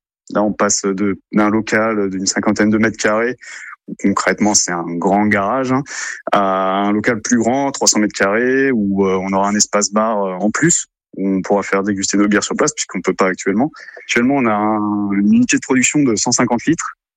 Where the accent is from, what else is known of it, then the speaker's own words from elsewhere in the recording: Hauts-de-France, France; On a la blonde belge, parce qu'on vient du Nord avec mon associé